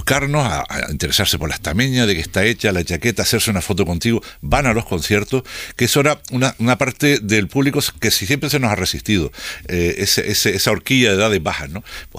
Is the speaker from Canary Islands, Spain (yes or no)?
yes; Canary Islands, Spain; pero somos canarios.